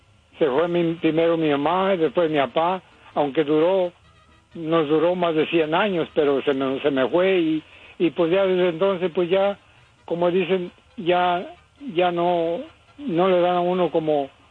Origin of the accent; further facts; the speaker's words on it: El Grullo, Jalisco, Mexico; now in West Covina, United States; Del Grullo, Jalisco